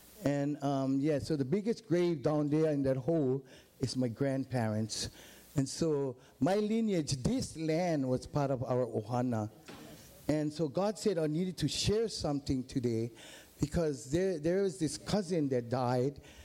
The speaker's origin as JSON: {"language": "English", "region": "Hawaii", "country": "United States", "tie": "born or raised there", "also_born_or_lived": "Pahoa, Hawaii", "said": "I was actually born in Pahoa Town, and then I was raised in Opihikau, come down the middle road. And I went to Pahoa School, kindergarten to 12th grade."}